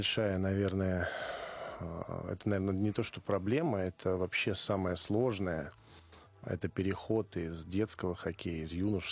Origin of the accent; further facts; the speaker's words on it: Moscow, Russia; У нас в Гальяново, я рос в Гальяново, был пруд